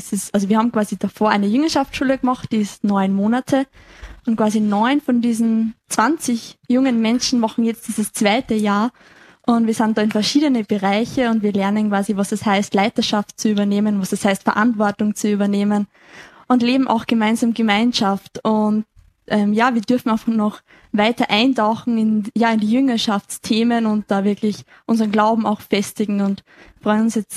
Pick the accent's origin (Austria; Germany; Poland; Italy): Austria; Lower Austria; moved away as an adult; now in Salzburg, Austria; ich bin 21 und ich komme aus Niederösterreich in der Nähe von Wieselburg